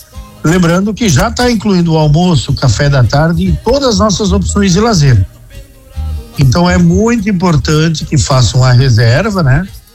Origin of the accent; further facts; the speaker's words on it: Brazil; E nós que somos brasileiros, né?